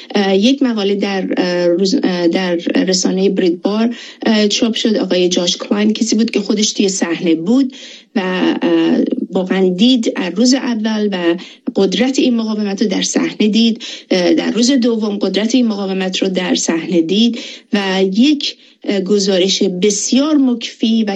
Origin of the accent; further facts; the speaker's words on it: Iran; من اول بگم که به عنوان یک ایرانی یکی از افتخارات هم بود که همچین مسئولیتی رو داشتم